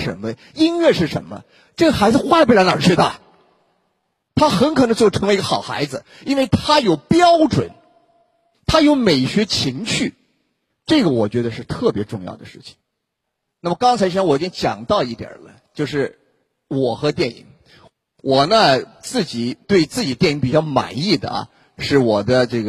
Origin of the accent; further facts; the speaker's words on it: Shanghai, China; 所以我从小也是在徐家汇长大的。后来呢从那儿呢搬到哪儿呢，底陵，底陵俺喜威了，所以真是有徐家汇的情节。